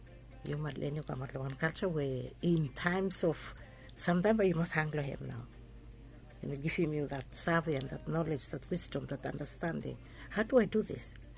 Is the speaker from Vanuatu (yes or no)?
yes; Vanuatu; I'm from Vanuatu